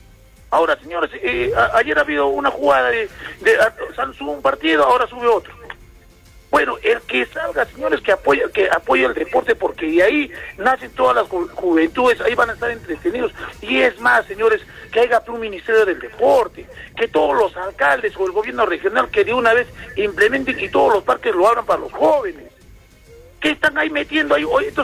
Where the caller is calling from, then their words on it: Arequipa, Peru; somos hermanos peruanos, somos arequipeños, somos hermanos.